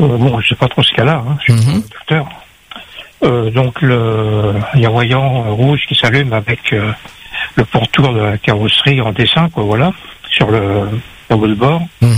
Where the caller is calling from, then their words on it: Saint-Pierre, Réunion; Moi je suis à Saint-Pierre-Centre